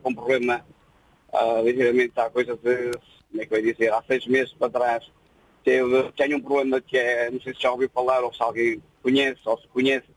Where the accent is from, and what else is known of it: Viseu, Portugal; born there